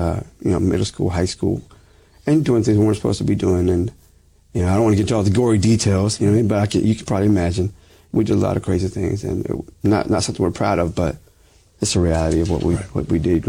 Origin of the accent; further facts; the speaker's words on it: Fort Worth, Texas, United States; born there; I'm a little bit older than I look. I was born in 1977 in Fort Worth, Texas. Both my parents were Catholic.